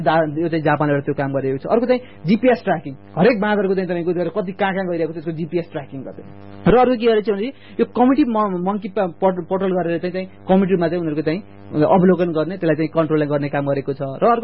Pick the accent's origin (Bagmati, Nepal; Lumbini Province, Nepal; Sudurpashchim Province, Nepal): Sudurpashchim Province, Nepal; Kailali; म एउटा कृषि पढेको छु, मेरो घर कडाली हो